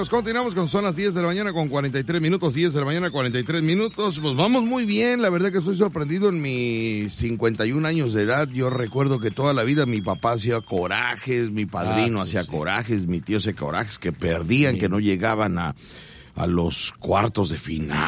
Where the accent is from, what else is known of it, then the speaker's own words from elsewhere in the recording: Mexico; somos mexicanos